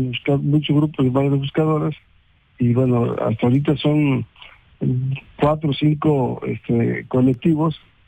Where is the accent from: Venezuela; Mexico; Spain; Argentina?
Mexico